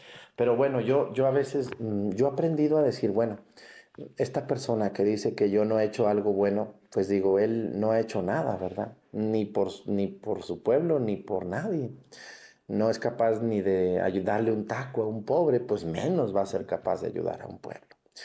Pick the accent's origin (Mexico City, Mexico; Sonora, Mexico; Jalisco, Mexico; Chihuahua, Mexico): Jalisco, Mexico; Mexticacán; moved away; yo soy de Mexicacán y ahí mucha gente me quiere, me apoya, me anima.